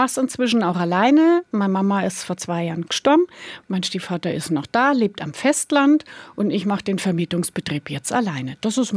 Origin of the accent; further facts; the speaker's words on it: Ismaning, Bavaria, Germany; moved away as an adult; now in Hallig, Germany; Also ich bin in Ismaning groß geworden und habe, sage ich mal, meine Lehrzeit wirklich in Ismaning gehabt. Also Kindergarten, Schule, Ausbildung und die ersten Jahre im Beruf.